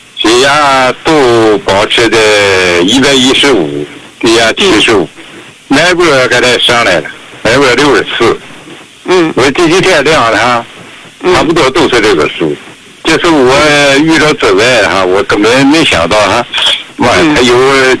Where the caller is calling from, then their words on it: Dalian, Liaoning, China; 我是大连的哈